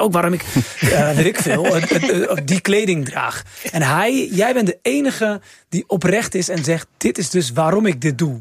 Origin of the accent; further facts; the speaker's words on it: Rotterdam, South Holland, Netherlands; Ik kom uit... Blijswijk is eigenlijk Rotterdam. Ja. Ik kom uit Rotterdam